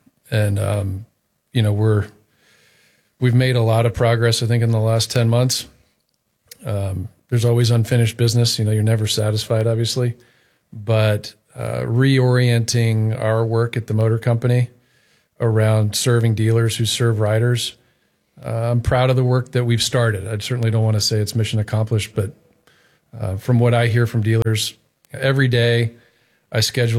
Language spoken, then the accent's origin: English; Texas, United States; moved away; I'm the son of a Bronx. While I grew up in Texas, this part of the country, you know, New York, New Jersey, is really in my blood.